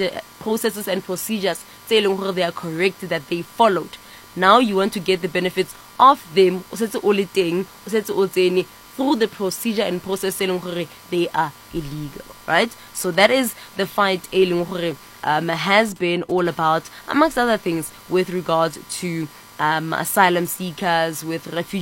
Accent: South Africa; As South African citizens

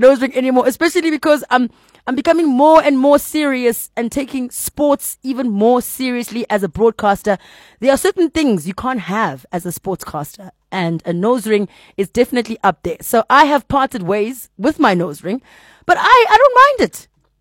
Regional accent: Alberton, Gauteng, South Africa; I'm from Alberton. There's not much that takes place in Bracken.

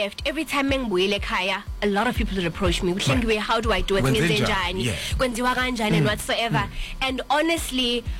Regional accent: South Africa; I'm from South Africa.

